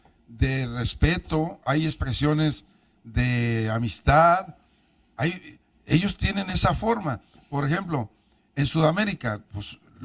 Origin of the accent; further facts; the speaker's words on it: Mexico; como somos nosotros los mexicanos